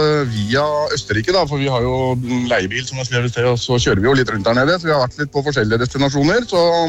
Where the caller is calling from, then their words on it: Asker, Akershus, Norway; den blir senere hjemme i Asker